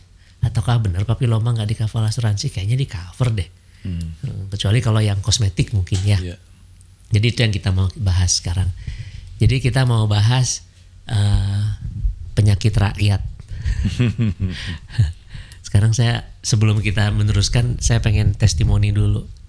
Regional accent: Bandung, West Java, Indonesia; Tadi saya kan orang Bandung Coret ya, dari barat, saya orang barat.

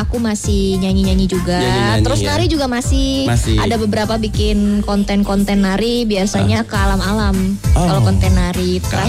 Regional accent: Garut, West Java, Indonesia; Sama Sunda, aku dari Garut.

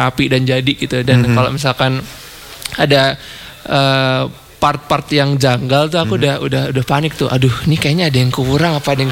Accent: Surakarta, Central Java, Indonesia; Aku kan lahir dan tumbuh besar di Solo.

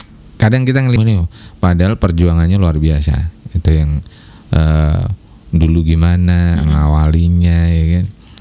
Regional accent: Indonesia; Saya kan orang Ngaran Timur.

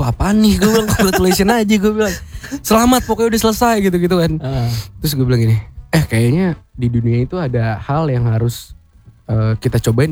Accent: Meruya, Jakarta, Indonesia; Ini kan kita orang Meruya. Kita kan orang Meruya nih.

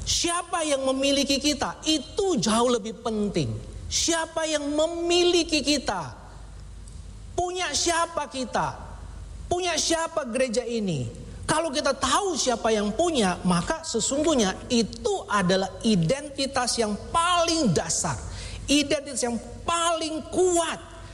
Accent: Manado, North Sulawesi, Indonesia; Saya ini orang kampung saudara. Jadi bayangan kalau orang kampung tinggalnya di kota. Nah, saya dari Manado yang Pak Edi bilang itu tempatnya itu enggak ada dalam peta waktu itu.

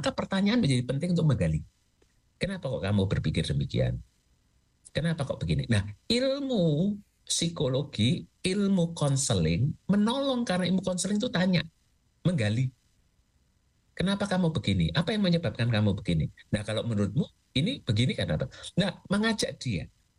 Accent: Java, Indonesia; Apalagi kita, orang Jawa itu punya yang namanya ruang roso.

